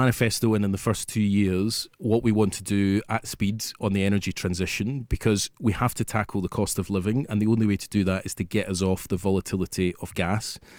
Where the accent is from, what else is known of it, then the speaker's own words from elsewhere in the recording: Scotland, United Kingdom; But secondly, as a Scottish MP, I think it's important we have someone who really understands how devolution works